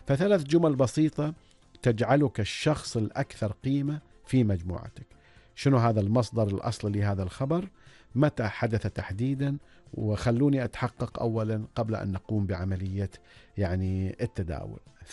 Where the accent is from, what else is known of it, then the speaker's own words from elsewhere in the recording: Oman; بلدنا سلطنة عمان